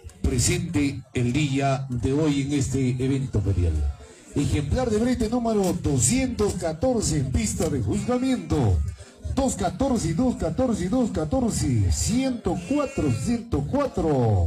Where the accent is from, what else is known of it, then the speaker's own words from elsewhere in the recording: Huancané, Cusco, Peru; desde mi tierra Huancané